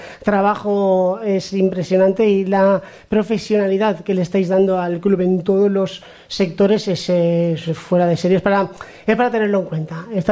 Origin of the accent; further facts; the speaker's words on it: Alcoy, Valencian Community, Spain; yo soy de Alcoy, soy yo de la moral.